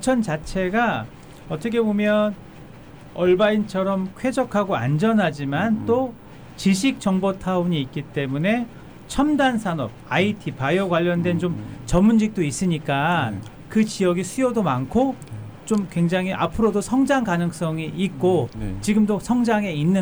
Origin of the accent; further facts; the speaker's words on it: Incheon, South Korea; 제 원래 고향이 인천이거든요.